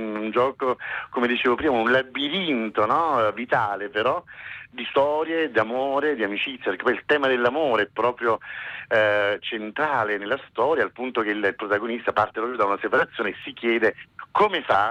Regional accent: Caserta, Campania, Italy; also born or lived in Naples; now in Zaragoza, Spain; io sono originario di Caserta

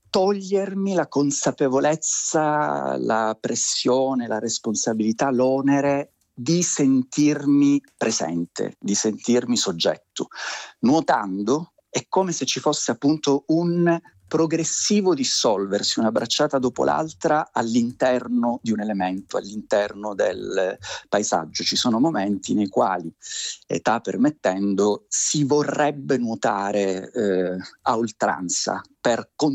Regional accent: Sicily, Italy; non penso dipenda dal fatto di essere siciliano

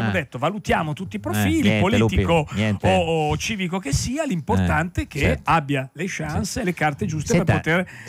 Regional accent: Monza, Lombardy, Italy; Sono di Monza.

